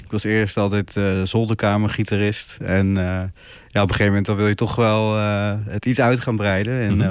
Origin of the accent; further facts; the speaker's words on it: Emmeloord, Flevoland, Netherlands; 30 jaar, kom uit Emmeloord.